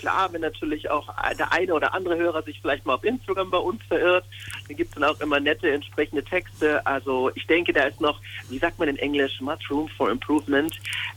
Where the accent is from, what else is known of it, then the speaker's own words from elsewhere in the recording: Germering, Bavaria, Germany; Ich komme aus Germering, aber das ist nur ein Katzensprung.